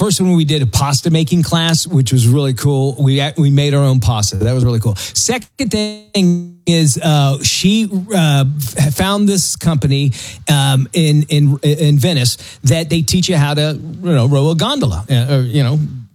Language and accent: English; England, United Kingdom; And I go, "No, I'm English."